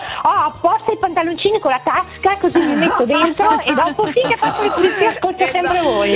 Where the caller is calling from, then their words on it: Buttapietra, Veneto, Italy; io precisamente abito a Buttapietra, che è un paesino in provincia di Verona.